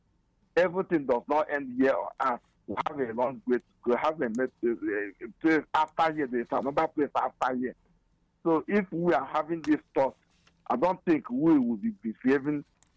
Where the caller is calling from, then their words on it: Kenya; I'm calling from Kenya.